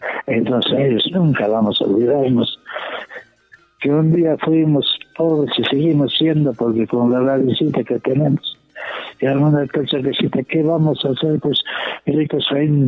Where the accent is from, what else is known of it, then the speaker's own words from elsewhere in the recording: Quispicanchis province, Cusco, Peru; moved away; Esa es mi tierra, amados oyentes.